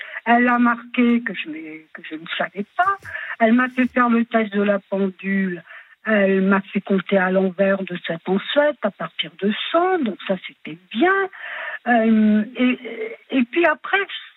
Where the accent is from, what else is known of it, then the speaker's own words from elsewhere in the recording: Switzerland; accent: Swiss; si je prends un dé de vin ou n'importe quoi, je parle avec l'accent suisse.